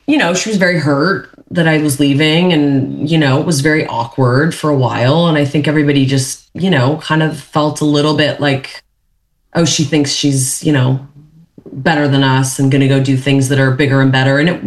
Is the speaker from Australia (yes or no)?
no; Canada